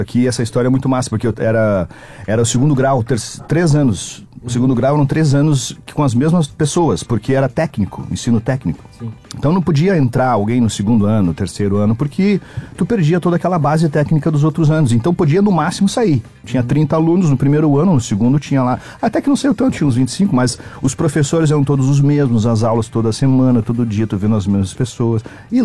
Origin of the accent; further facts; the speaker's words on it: Carazinho, Rio Grande do Sul, Brazil; E aí, eu nem sabia onde era a rádio, pra gente conversar lá na minha cidade, em Carazinho.